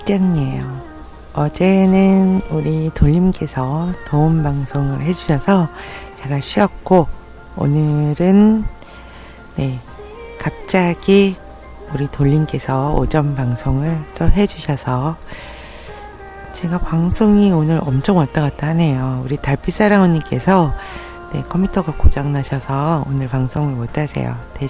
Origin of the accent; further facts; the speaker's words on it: Seoul, South Korea; 관악산 그 앞에서 저는 거의 그 근처에서 태어나서 맨날 보고 자라갖고 좋네요. 도봉산도 올라가 본 적 있고 서울에 사는